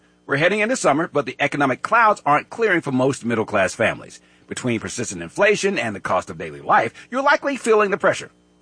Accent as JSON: {"language": "English", "town": "Tampa", "region": "Florida", "country": "United States", "said": "I'm from Tampa."}